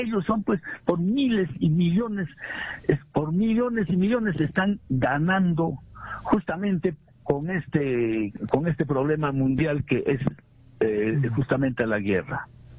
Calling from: Puno, Peru; Buenos días, doctor Hernán.

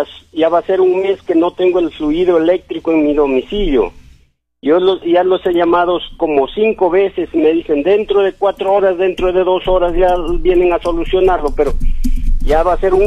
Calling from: Cajamarca, Peru; Del centro poblado Sapú, distrito La Asunción.

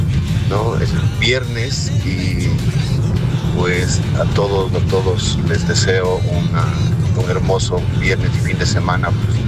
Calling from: Ecuador

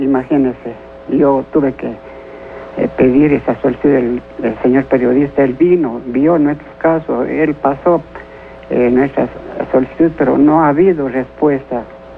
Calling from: Cuenca, Azuay, Ecuador; Soy un frentista del Parque Pamplona 2, que está ubicado en la Cristóbal Colón y Emanuel Honorato Vázquez.

